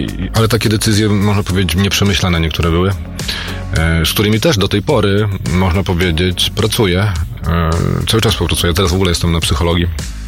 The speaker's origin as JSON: {"language": "Polish", "town": "Białystok", "region": "Podlaskie Voivodeship", "country": "Poland", "said": "ja z Białegostoku jeszcze jestem."}